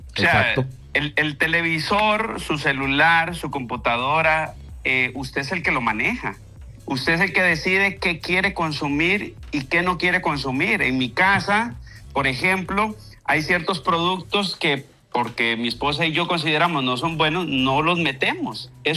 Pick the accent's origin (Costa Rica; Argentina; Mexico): Costa Rica; yo lo digo de verdad como costarricense, como persona de a pie que soy, como papá que soy, como esposo que soy, como hijo que soy.